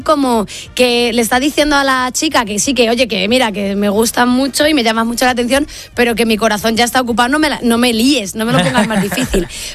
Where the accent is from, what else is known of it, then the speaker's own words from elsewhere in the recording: Castile and León, Spain; Mi pueblo está en Meganzones.